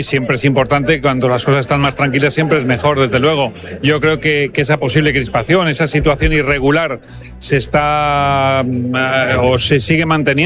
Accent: Valencia, Valencian Community, Spain; Un grandísimo honor como valenciano, como concejal de mi ciudad.

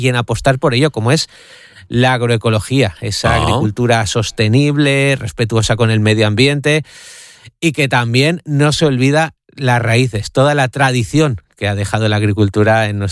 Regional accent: Vila-real, Valencian Community, Spain; yo soy de Vila-real

